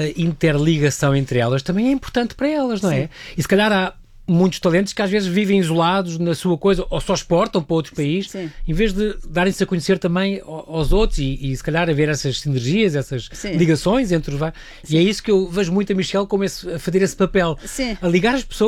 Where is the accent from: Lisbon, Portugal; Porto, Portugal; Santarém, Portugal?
Lisbon, Portugal; mas eu sou da Alfama e do Castelo